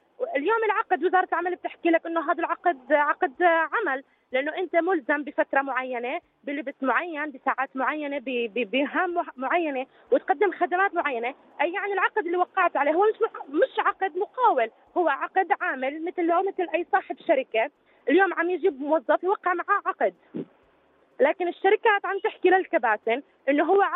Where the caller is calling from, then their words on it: Jordan; عندنا في الأردن